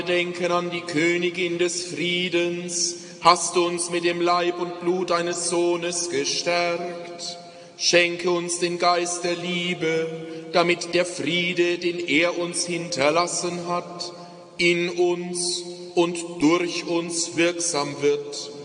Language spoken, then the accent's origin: German; Schwebenried, Bavaria, Germany; Ebenso anwesend und aus meiner Heimat, aus Schwebenried, ist die Maria und der Edmund Sammet.